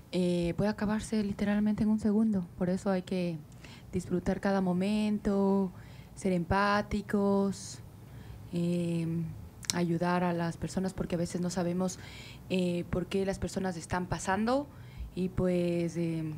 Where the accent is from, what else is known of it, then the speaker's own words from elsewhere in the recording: Ecuador; Y eso que soy ecuatoriana, ¿no?